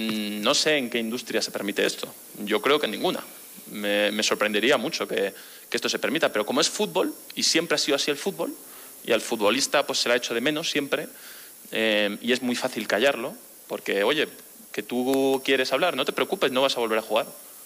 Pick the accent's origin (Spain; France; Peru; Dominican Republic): Spain; moved away as an adult; now in Mexico; yo vengo de España